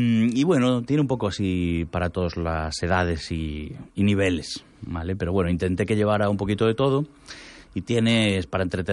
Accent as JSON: {"language": "Spanish", "town": "A Coruña", "region": "Galicia", "country": "Spain", "tie": "born or raised there", "said": "Y me dicen, ¿de dónde eres? Y yo, pues de un sitio que se llama Coruña."}